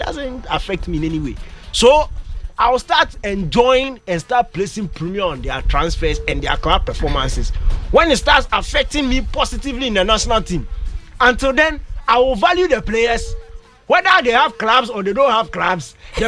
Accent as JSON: {"language": "English", "country": "Ghana", "said": "last I checked, I don't come from Manchester. I'm a Ghanaian"}